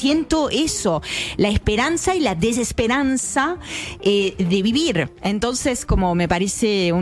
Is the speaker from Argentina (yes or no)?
no; France; Spanish is a second language; moved away; Y eso hace que yo, siendo francesa, obviamente con muchos años de vivir en el continente, pero aún siendo francesa